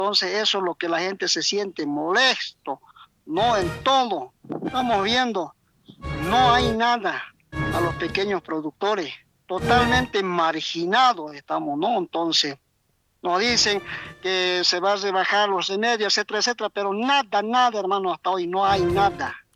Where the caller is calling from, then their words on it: Bolivia; como bolivianos también.